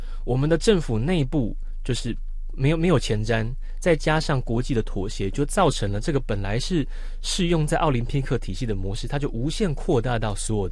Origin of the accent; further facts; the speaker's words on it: Taiwan; 我们台湾